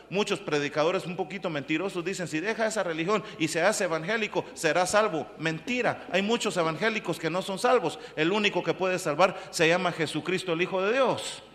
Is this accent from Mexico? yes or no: no; Guatemala; moved away; yo soy de Guatemala, ¿no?